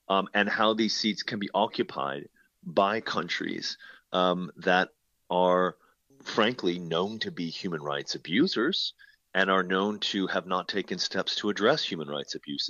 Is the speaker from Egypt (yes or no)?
no; Burundi; now in New York, United States; I can't lie and say things are going great in my home country. From here in New York, things look very difficult.